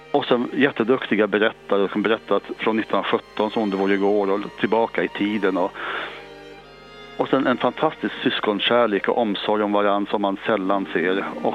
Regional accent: Småland, Sweden; där jag växte upp i Småland.

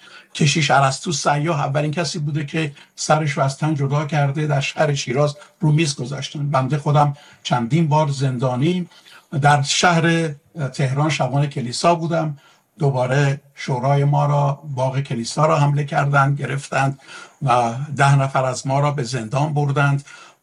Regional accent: Iran; born there; moved away as an adult; also born or lived in Armenia / Turkey; گفتم من ایرانیم، اینجا به دنیا آمدم، زمان جنگ خدمت کردم.

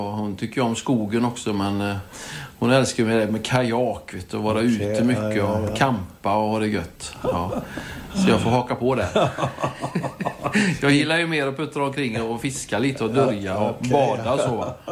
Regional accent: Donsö, Västra Götaland County, Sweden; also born or lived in Trollhättan; Ja, min pappa är här från Styrsö och mamma är från Donsö. Så jag föddes ju 65, så mina första 10 år bodde jag på Donsö. Vi bodde vid gamla fotbollsplan.

